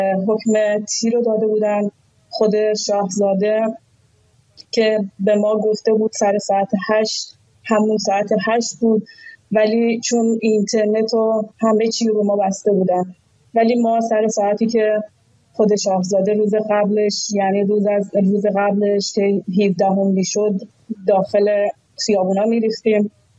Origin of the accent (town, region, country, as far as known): Iran